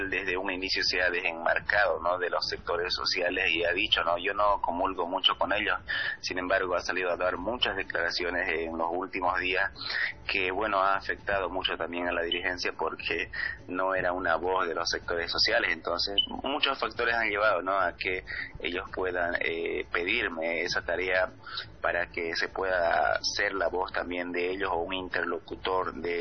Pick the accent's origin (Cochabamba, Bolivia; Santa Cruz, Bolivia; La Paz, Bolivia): Santa Cruz, Bolivia; San Julián; municipio de San Julián, en el cual vivo 30 de mis 31 años prácticamente